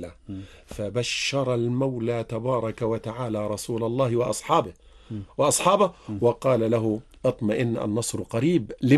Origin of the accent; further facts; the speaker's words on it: Egypt; ولعب الآخرون على فتنة الطائفية عندنا في مصر ولم ينجحوا ولن ينجحوا بإذن الله.